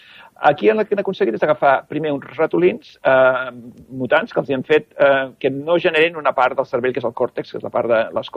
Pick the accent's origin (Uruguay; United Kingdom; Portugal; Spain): United Kingdom; England; Jo sóc anglès, prenc te.